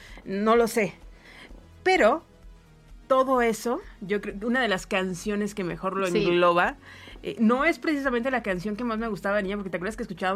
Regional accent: Monterrey, Nuevo León, Mexico; now in Mexico City, Mexico; porque somos uh-huh. de Monterrey y estamos en el tiempo también

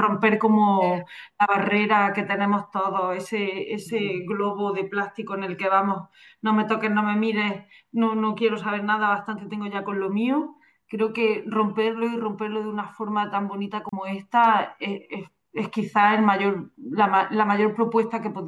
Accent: Andalusia, Spain; Aquí, claro, aquí tú piensas que yo que soy de Andalucía, nosotras tenemos una conexión con el mar muy grande

